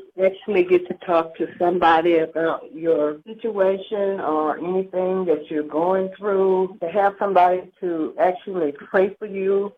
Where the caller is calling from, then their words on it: South Carolina, United States; I'm calling from South Carolina